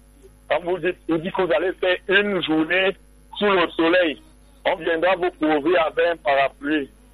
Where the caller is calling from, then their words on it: Cameroon; nous, nous sommes des Africains. Nous sommes des Camerounais.